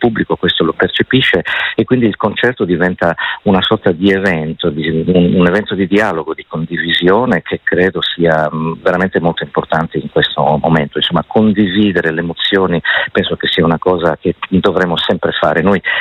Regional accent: Berchidda, Sardinia, Italy; Ma in Sardegna, Berchida, innanzitutto, che è il mio paese natale

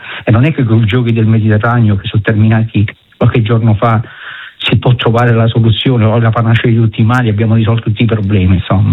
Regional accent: Taranto, Apulia, Italy; born there; io sono sono nato a Taranto, sono di Taranto, amo la mia città, la mia famiglia è qua.

